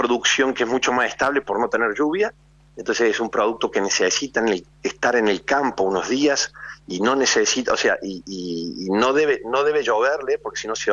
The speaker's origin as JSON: {"language": "Spanish", "region": "Córdoba", "country": "Argentina", "moved": "as an adult", "lives_now": "Río Negro, Argentina", "said": "soy de Córdoba."}